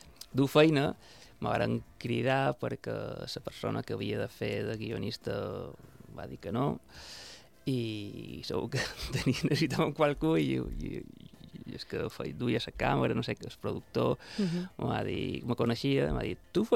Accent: Palma, Balearic Islands, Spain; el Molinar, que vaig néixer en el Molinar.

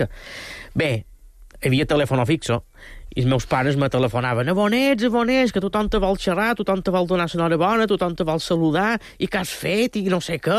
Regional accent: Banyalbufar, Balearic Islands, Spain; El meu poble, Banyabufar, som un poquet més originals

